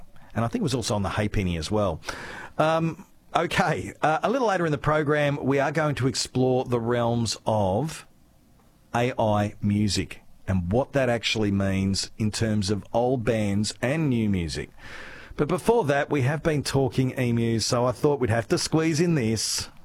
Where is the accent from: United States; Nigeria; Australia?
Australia; South Australia; but only because I was brought up in South Australia.